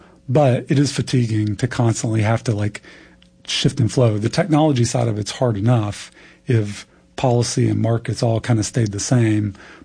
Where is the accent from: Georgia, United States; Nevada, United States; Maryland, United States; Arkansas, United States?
Arkansas, United States; I grew up in Arkansas.